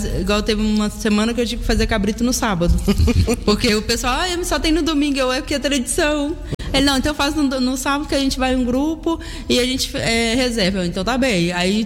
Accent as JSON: {"language": "Portuguese", "region": "Minas Gerais", "country": "Brazil", "moved": "as an adult", "lives_now": "Vila de Rei, Portugal", "said": "Eu sou de Minas."}